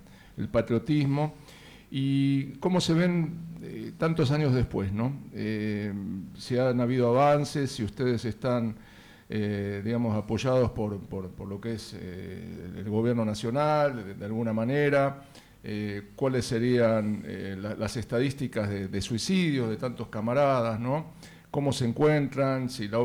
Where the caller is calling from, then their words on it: La Plata, Buenos Aires Province, Argentina; Ernesto, veo que sos platense igual que yo.